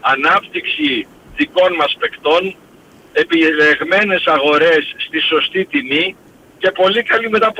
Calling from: Lavrio, Attica, Greece; από Λαύριο.

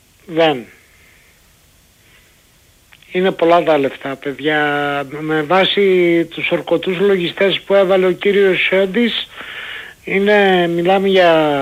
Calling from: Ioannina, Epirus, Greece; από τα Γιάννενα

